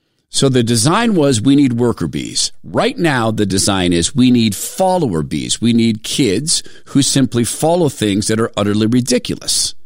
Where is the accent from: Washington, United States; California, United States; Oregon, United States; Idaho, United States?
Washington, United States; Spokane; I grew up in Spokane, Washington, and there's many people who were plenty happy and created plenty of happy lives for themselves working in, say, Kaiser Aluminum.